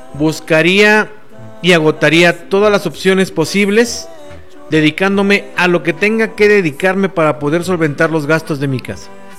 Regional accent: Mexico

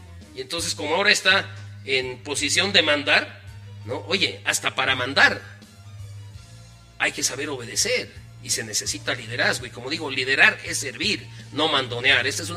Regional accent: La Paz, Bolivia; somos los paseños

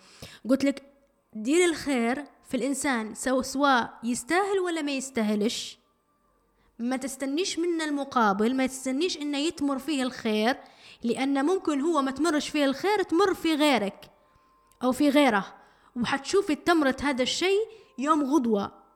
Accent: Libya; إحنا كليبيين وتربينا في عائلات

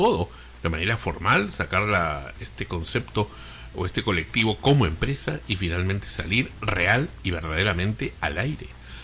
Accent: Peru; Veamos qué es lo que nos vamos a enfrentar los peruanos, porque al final quienes pagamos pato acá somos todos los peruanos.

